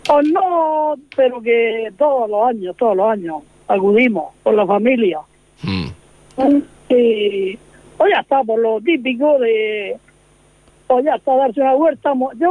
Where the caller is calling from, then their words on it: Lorca, Region of Murcia, Spain; Desde Lorca, ….